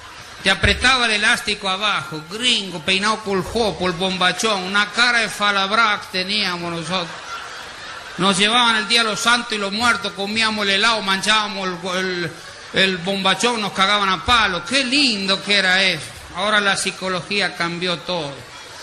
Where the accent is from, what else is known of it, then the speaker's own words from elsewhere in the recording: Argentina; moved away; Qué lindo mi pueblo de donde yo nací, que es Coloya Aviñón. Es un pueblo que uno siempre lleva en el corazón